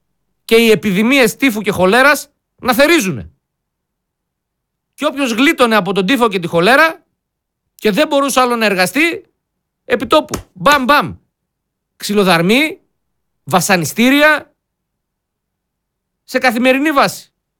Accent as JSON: {"language": "Greek", "country": "Greece"}